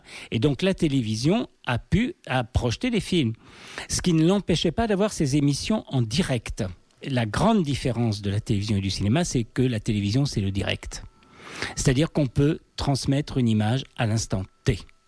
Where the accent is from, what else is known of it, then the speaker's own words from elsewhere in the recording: Châteauroux, Centre-Val de Loire, France; Moi, j'étais originaire de Châteauroux, et il y avait une base américaine de l'OTAN.